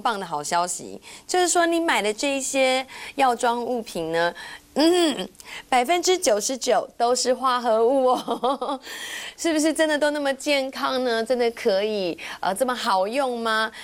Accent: Taiwan; 因为我们台湾人实在太爱买药了

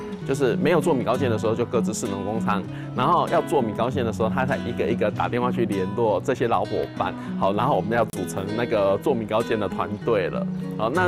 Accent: Taiwan; 茯苓糕它等同是我们台湾的松糕

